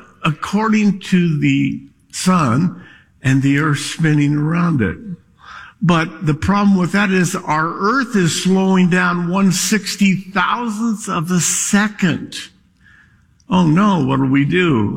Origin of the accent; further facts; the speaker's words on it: Scotland, United Kingdom; I'm Scottish. My dad taught me to save everything.